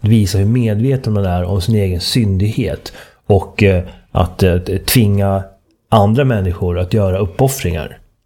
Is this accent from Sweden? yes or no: yes; Uppsala, Uppsala County, Sweden; Sveriges lantbruksuniversitet, ärvördig institution i min hemstad Uppsala